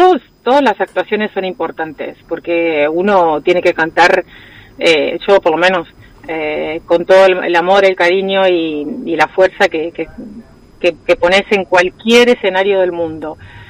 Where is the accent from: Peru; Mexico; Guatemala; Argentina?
Argentina; Santa Fe; moved away; poder también representar a mi Santa Fe